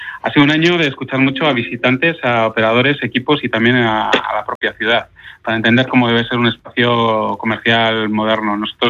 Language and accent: Spanish; Vitoria-Gasteiz, Basque Country, Spain; moved away; Para mí también es una vuelta a casa porque yo soy de Vitoria.